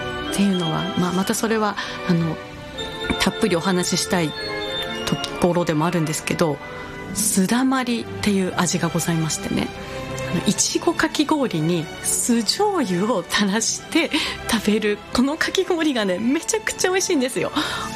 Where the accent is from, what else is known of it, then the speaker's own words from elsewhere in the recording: Yamanobe, Yamagata, Japan; born there; 私の本当に生まれたところ山野辺町